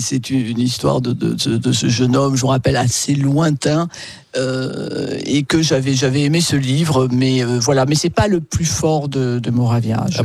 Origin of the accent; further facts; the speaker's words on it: Marseille, Provence-Alpes-Côte d'Azur, France; je suis marseillaise, je connais personne